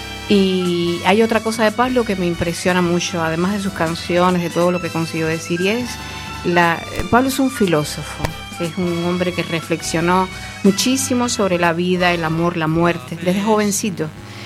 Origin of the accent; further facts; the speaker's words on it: Havana, Cuba; Vamos a cantar unas cuantas cosas de La Habana. Y bueno, imagínate, siendo habaneras las dos, es un privilegio